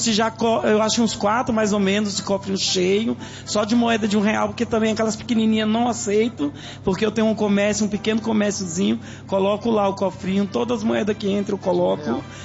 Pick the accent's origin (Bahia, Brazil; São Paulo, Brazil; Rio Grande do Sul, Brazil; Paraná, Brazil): São Paulo, Brazil; Eu venho lá do Capão Redondo.